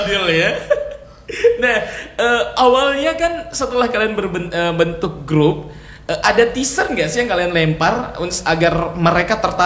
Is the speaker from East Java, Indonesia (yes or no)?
no; Makassar, South Sulawesi, Indonesia; Saya juga orang sana.